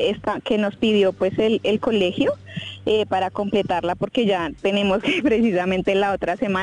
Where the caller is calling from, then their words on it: Chía, Cundinamarca, Colombia; yo soy de Chía